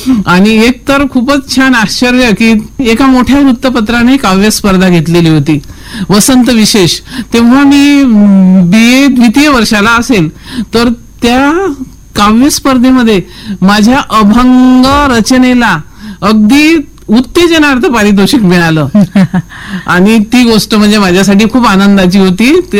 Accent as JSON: {"language": "Marathi", "area": "a village in Amravati district", "region": "Maharashtra", "country": "India", "tie": "born or raised there", "said": "माझं माहेर सूर्यरंजन गाव अमरावती जिल्ह्यातलं"}